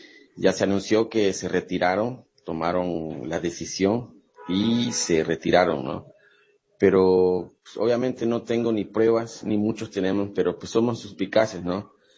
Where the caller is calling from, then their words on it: Villahermosa, Tabasco, Mexico; Hablo desde Villahermosa, Tabasco.